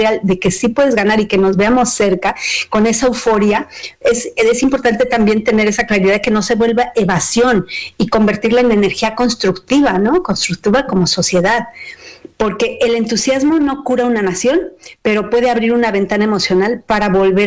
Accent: Mexico; todos como mexicanos lo estamos viviendo

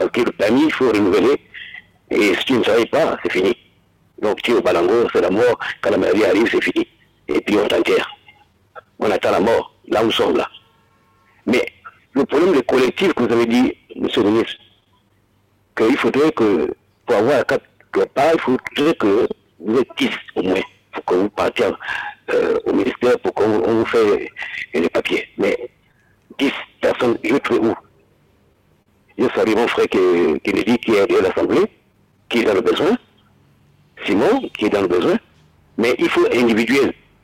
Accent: Gabon; now in Libreville, Gabon; moi, j'ai grandi où l'or, on exploitait à Mikébé. Et moi, aujourd'hui, je suis à Libreville.

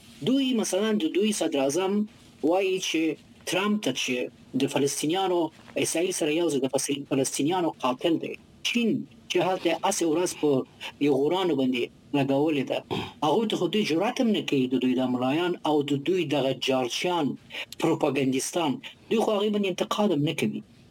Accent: Afghanistan; زه د افغانستان یو بچه یم.

